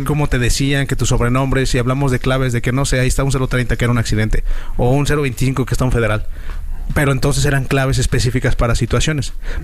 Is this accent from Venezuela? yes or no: no; Villa de Reyes, San Luis Potosí, Mexico; Saludos a toda la banda de Villa de Reyes, que yo soy de Villa de Reyes.